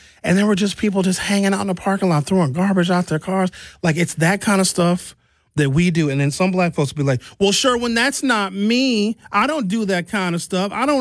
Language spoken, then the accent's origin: English; Brown Deer, Wisconsin, United States; So I grew up in Brown Deer back when it was real uncomfortable for black folks to be out there.